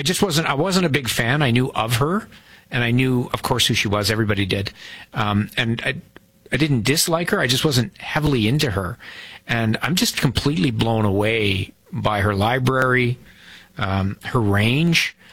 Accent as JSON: {"language": "English", "town": "Toronto", "region": "Ontario", "country": "Canada", "tie": "born or raised there", "said": "who I might have listened to when I was growing up in Toronto on CFNY"}